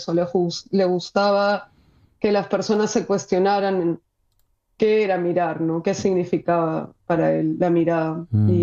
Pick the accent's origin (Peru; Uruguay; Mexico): Peru; moved away as an adult; also born or lived in Spain; now in Madrid, Spain; yo nací en España, pero fui criada en Perú